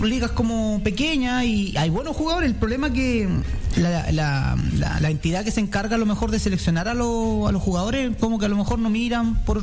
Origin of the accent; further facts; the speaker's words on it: Chile; now in Australia; Y yo como chileno